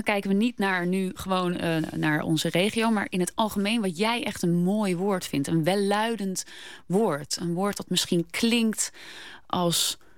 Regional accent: Boskoop, South Holland, Netherlands; ik kom natuurlijk uit Boskoop.

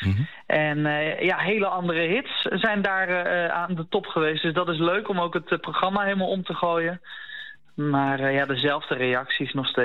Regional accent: The Hague, South Holland, Netherlands; Ik kom zelf ook uit Den Haag.

